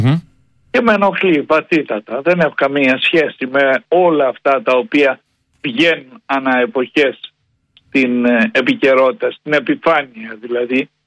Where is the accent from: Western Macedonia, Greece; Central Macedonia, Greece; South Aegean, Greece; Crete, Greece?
Crete, Greece; Θα το καταλάβει ο οποιοσδήποτε επισκέπτης από την πρώτη φορά που θα πατήσει τα πόδια του στο νησί μας.